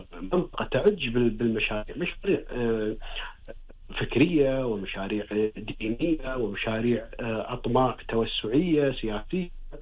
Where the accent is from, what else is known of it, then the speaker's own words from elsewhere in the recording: Kuwait; سردية خاصة فينا ككويتيين،